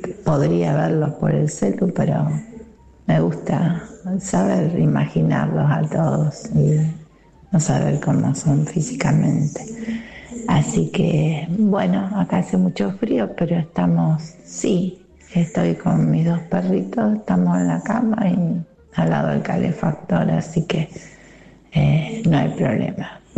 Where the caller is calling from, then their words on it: Rosario, Santa Fe, Argentina; de Rosario